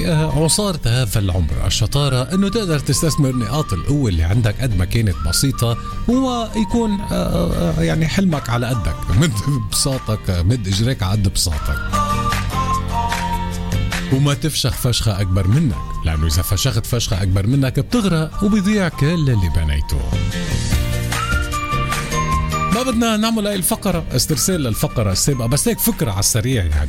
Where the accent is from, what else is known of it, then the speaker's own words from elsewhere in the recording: Tripoli, North Governorate, Lebanon; واحد خبر سعيد بيفرحنا وتحديدا نحن أبناء مدينة طرابلس الفيحاء الحبيبة